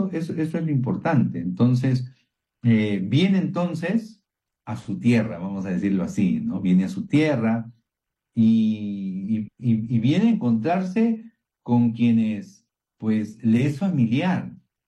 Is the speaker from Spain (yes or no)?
no; Peru; los peruanos somos cálidos